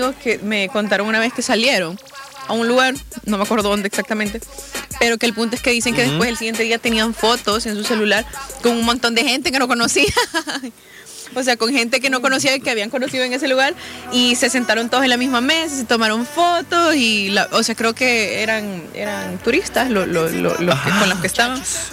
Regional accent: El Salvador

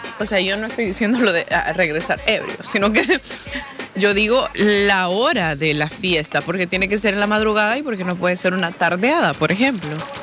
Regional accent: El Salvador

